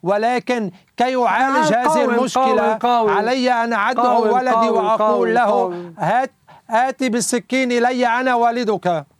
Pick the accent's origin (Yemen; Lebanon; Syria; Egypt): Lebanon; نحن غير معنيين كلبنانيين